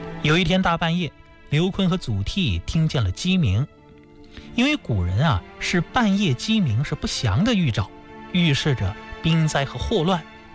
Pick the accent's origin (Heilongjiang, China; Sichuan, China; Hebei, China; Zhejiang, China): Hebei, China; 而且都是咱们河北人